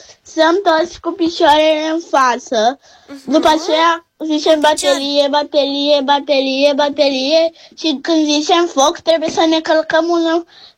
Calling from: Constanța, Constanța County, Romania

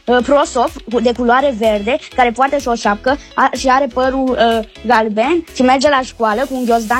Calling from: Bucharest, Romania; din București.

